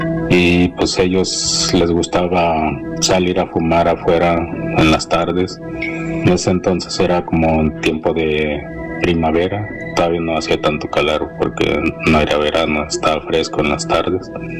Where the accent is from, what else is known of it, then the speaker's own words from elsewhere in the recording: Tijuana, Baja California, Mexico; now in Oregon, United States; Hola. Llamo de aquí de Oregón, pero soy originario de Tijuana.